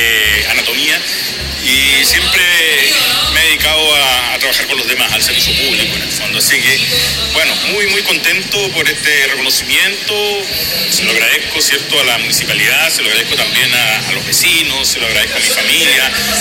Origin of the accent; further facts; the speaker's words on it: Coquimbo, Chile; alguien nacido y criado en Coquimbo como yo